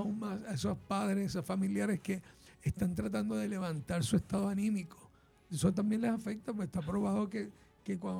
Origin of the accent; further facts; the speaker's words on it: Puerto Rico; como puertorriqueño que soy